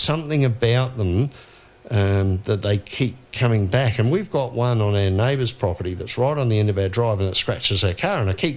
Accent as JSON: {"language": "English", "town": "Adelaide", "region": "South Australia", "country": "Australia", "tie": "born there", "also_born_or_lived": "Henley Beach / Morphett Vale"}